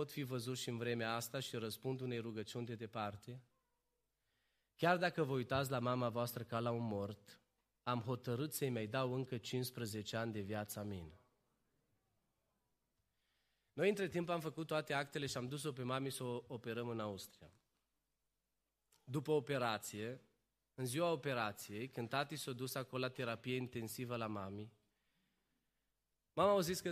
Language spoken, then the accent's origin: Romanian; Romania; Pentru faptul că noi am zis așa ca români, întotdeauna trebuie să mai consulți un al doilea medic